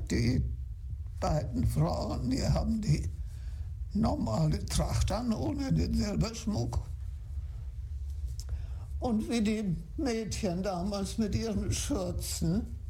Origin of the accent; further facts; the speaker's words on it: Oldsum, Schleswig-Holstein, Germany; born there; Ich bin hier in Olzum auf Föhr geboren und bin hier im Johanniterhaus seit 2009.